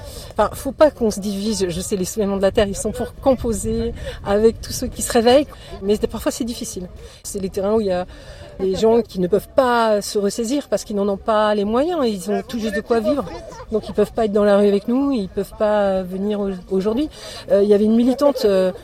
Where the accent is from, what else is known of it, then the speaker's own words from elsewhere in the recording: Le Havre, Normandy, France; je viens du Havre et ce méga canal nous concerne aussi